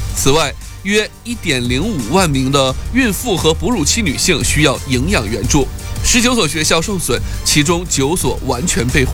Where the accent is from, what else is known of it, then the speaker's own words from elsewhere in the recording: Australia; 其中就包括了43名咱们澳洲人